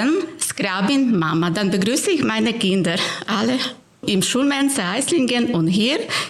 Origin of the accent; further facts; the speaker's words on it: Ukraine; German is a second language; moved away as an adult; now in Meislingen, Germany; Ich komme aus der Ukraine. Ich lebe hier seit 25 Jahren in Meislingen. Ich bin 46 Jahre alt und ich bin Mutter von 2 Kindern.